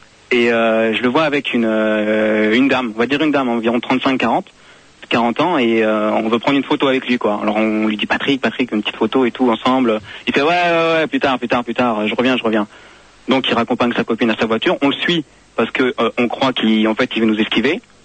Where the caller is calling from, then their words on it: France; je suis français